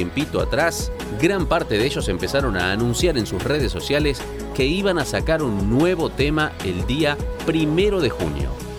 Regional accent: Argentina; lo que hoy realmente somos, los argentinos

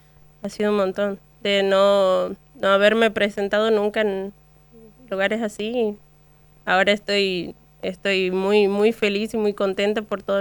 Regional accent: Santiago del Estero, Argentina; soy la única santiagueña que está ahí

